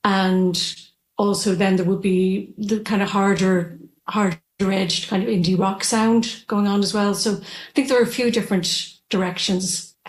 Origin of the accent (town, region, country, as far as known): Dublin, Leinster, Ireland; born or raised there; now in Maynooth, Ireland